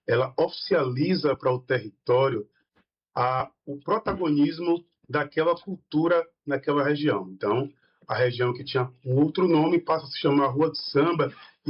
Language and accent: Portuguese; Brazil; nós como brasileiros